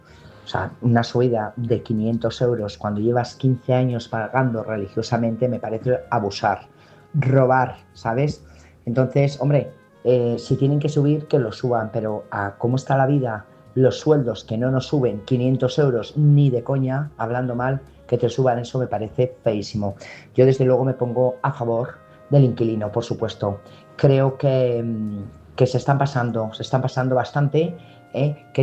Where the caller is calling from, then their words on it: Burgos, Castile and León, Spain; Buenas noches … corresponsal de Burgos